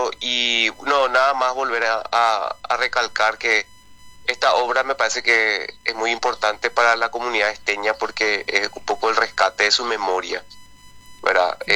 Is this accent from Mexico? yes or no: no; Asunción, Paraguay; Sí, nosotros somos todos de Asunción.